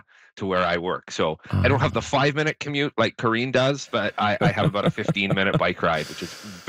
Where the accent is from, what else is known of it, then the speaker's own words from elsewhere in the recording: Toronto, Ontario, Canada; moved away as an adult; also born or lived in Netherlands; now in Waterloo, Canada; I grew up in Toronto, but I moved here actually via the Netherlands. I was living there for 13 years and then got the job here in Waterloo about 10 years ago, and decided for a number of reasons to be a little closer to where I work.